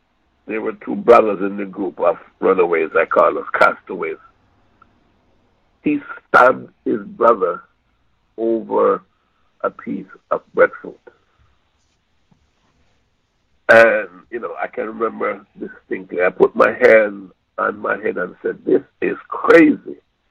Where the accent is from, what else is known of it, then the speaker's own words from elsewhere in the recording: Clark's Town, Trelawny, Jamaica; I was born in Clarkstown, Trelawny, right in the middle of the sugar belt.